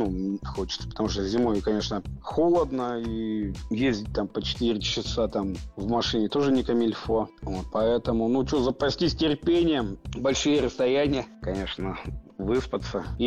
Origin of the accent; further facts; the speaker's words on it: Irkutsk, Irkutsk Oblast, Russia; moved away; мы в первый раз уехали из Иркутска, мне было 16 лет. В Алмату мы уехали, 4 дня на поезде ехали.